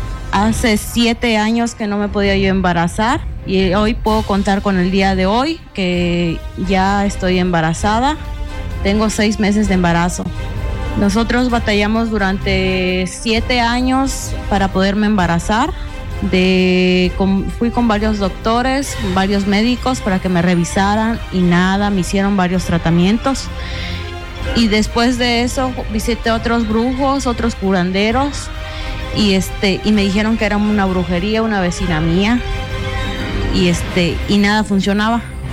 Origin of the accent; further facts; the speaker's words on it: Campeche, Mexico; Vengo de la ciudad de Campeche.